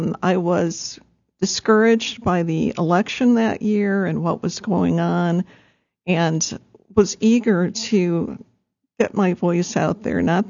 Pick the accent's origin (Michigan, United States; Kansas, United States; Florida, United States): Michigan, United States; Detroit; moved away as an adult; now in Fargo-Moorhead, United States; Okay. I grew up in the Detroit area